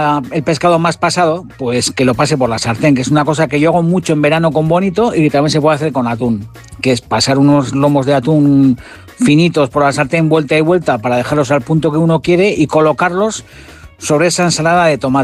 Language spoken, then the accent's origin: Spanish; Hondarribia, Basque Country, Spain; born there; A ver, yo soy bonitero, porque yo soy del Cantábrico. Yo soy nacido en Hondarribi y yo soy bonitero del norte a tope.